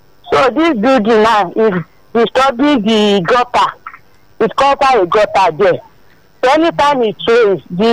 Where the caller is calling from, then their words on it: Lagos, Nigeria; from Abuleba.